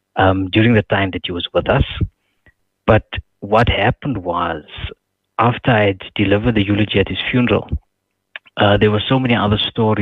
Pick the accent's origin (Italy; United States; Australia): Italy; Rivoli, Piedmont; where I grew up in Rivoli, I think two or three times a week, the Rivoli Library would be open till, I think, 8:30 in the evening.